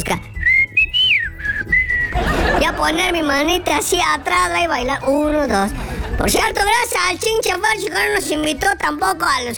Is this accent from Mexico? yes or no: yes; Tula, Hidalgo, Mexico; Sí, tienes razón, soy tuleño. Pues soy de allá, soy oriundo de allá